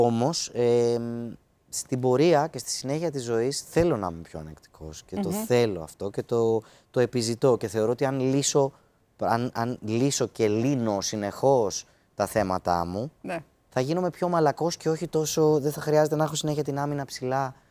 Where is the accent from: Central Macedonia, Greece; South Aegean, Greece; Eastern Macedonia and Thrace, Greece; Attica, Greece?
Attica, Greece; Dafni; μεγάλωσα στη Δάφνη, αλλά πήγαινα σε ιδιωτικό σχολείο στο ψυχικό, από μικρομεσαία οικογένεια